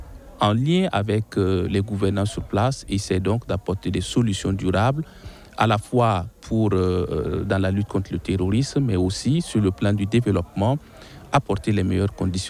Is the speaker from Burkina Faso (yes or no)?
yes; Burkina Faso; Alors, moi, je suis du Burkina Faso